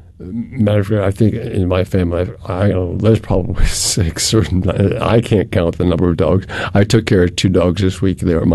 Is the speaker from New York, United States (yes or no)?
no; Massachusetts, United States; Just as I grew up in Massachusetts, I was accustomed to the cold.